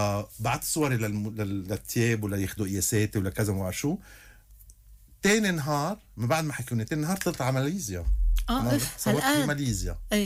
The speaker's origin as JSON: {"language": "Arabic", "country": "Lebanon", "said": "أنا لبناني، أنا حامل 17 طايفة على كتافي."}